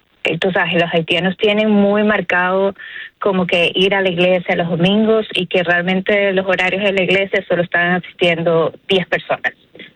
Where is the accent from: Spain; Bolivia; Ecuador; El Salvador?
Ecuador